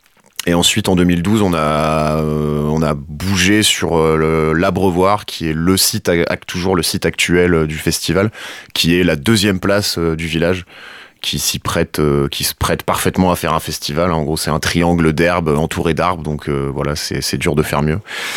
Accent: Bourlon, Hauts-de-France, France; born or raised there

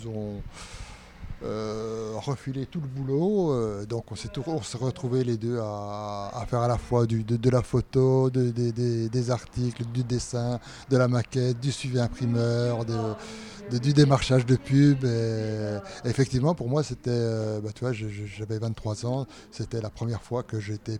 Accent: Besançon, Bourgogne-Franche-Comté, France; also born or lived in Lons-le-Saunier; Ouais, mais Lons-le-Saunier, j'y suis juste né, quoi. Après, j'ai grandi à Besançon.

